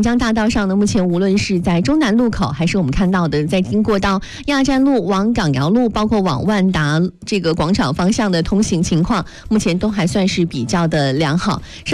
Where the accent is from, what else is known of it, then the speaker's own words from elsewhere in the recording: Yichang, Hubei, China; 咱们宜昌人都非常关心的事儿